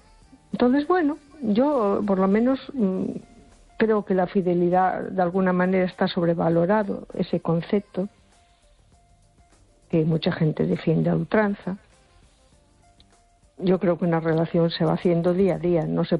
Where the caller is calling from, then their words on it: A Coruña, Galicia, Spain; Hola, buenas noches. … de Coruña.